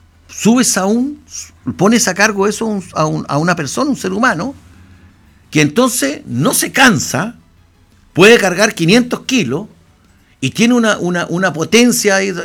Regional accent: Chile; como chileno, como ciudadano

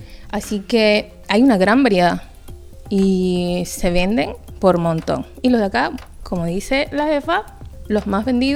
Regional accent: Venezuela; moved away as an adult; now in Chile; soy venezolana. Llevo 8 años aquí.

